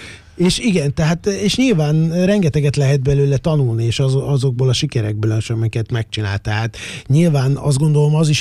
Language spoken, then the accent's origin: Hungarian; Hungary